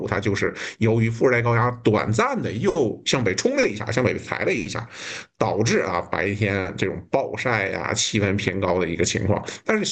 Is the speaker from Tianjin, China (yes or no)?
no; Shenyang, Liaoning, China; 作为一个东北人，作为一个沈阳人